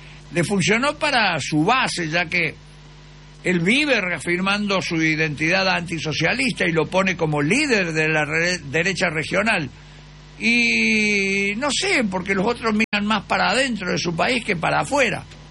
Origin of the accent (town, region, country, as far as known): Argentina